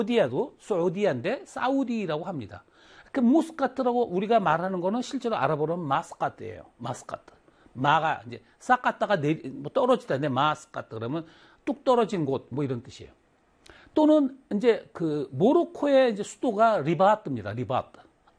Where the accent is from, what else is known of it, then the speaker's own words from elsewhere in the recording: Wonju, Gangwon, South Korea; 내가 원주 사람이니까